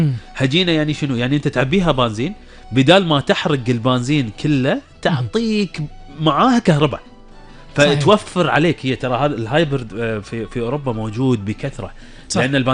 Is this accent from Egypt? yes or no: no; Kuwait